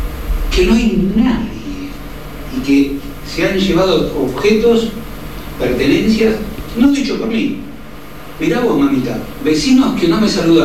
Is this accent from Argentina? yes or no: yes; Cañuelas, Buenos Aires Province, Argentina; Sí. Barrio Libertad